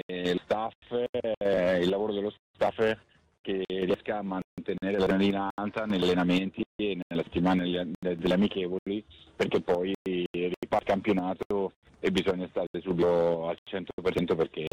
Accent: Rome, Lazio, Italy; penso io un po' da romano

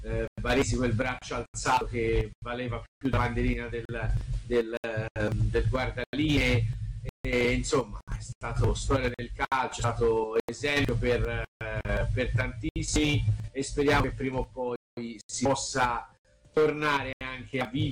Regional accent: Florence, Tuscany, Italy; essendo di Firenze, insomma, da piccolo, da giovane, grande tifoso della Fiorentina

